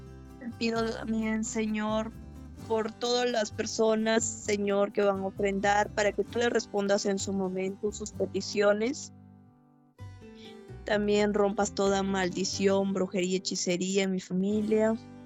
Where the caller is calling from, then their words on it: Piura, Peru; Hablo desde Piura, Perú.